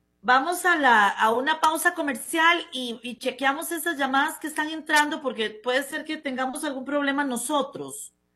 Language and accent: Spanish; Costa Rica; nosotros, que somos el pueblo de Costa Rica